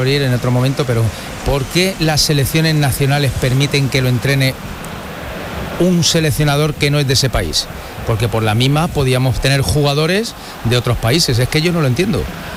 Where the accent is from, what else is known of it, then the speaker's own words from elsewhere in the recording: Spain; Y yo como español, a mí no me gustaría en absoluto que el seleccionador nacional no fuera un tío español